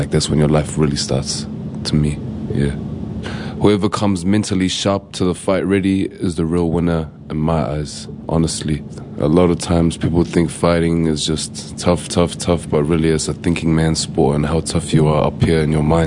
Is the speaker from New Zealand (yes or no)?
yes; Auckland, New Zealand; also born or lived in Tehran, Iran; I grew up here in New Zealand.